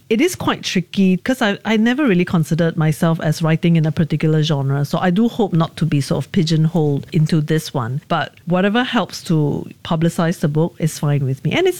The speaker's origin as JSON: {"language": "English", "country": "Malaysia", "said": "I feel like as a Malaysian writer"}